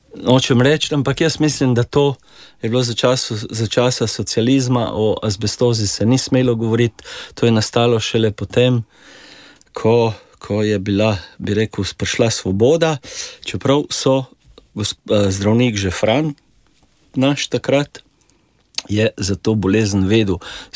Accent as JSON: {"language": "Slovenian", "town": "Šempeter pri Gorici", "region": "Gorizia", "country": "Slovenia", "tie": "born there", "said": "Ja, jaz sem rojen v Šempetru pri Gorici, en prvih v novi porodnišnici takratni, ja."}